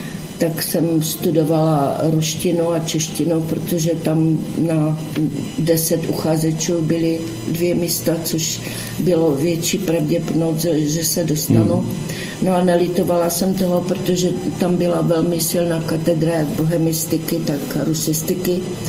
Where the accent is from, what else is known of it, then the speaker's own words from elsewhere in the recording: Šumperk, Olomouc Region, Czechia; born there; also born or lived in Hanušovice; takže jsme potom se odstěhovali do Šumperka